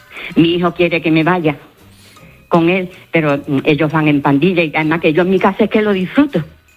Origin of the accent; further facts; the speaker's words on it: La Línea de la Concepción, Andalusia, Spain; Yo soy de España, soy andaluza, soy linense.